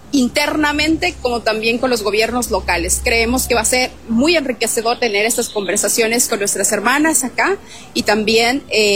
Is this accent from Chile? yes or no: no; Ecuador; que hay que seguirnos reconociendo como un pueblo intercultural, plurinacional, que es la riqueza mayor que tenemos como ecuatorianos.